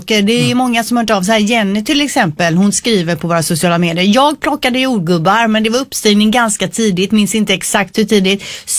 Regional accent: Ronneby, Blekinge, Sweden; Och de pengarna gav jag på, la jag på marknaden i Ronneby där jag växte upp.

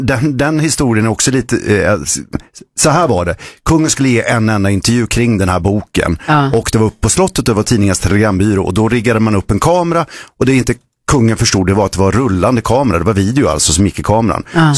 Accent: Vetlanda, Jönköping County, Sweden; Vi är ju båda från Vetlanda.

